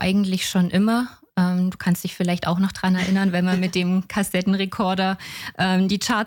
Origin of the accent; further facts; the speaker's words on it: Rosenthal am Rennsteig, Thuringia, Germany; moved away as an adult; now in Hof, Germany; Ich komme aus dem schönen Rosenthal am Rennsteig. Das ist eigentlich so genau an der thüringisch-bayerischen Grenze.